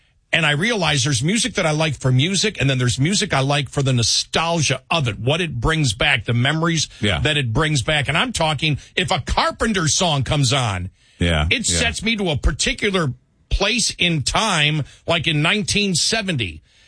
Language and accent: English; United States; I grew up on the Canadian border, so a lot of Canadian rock outside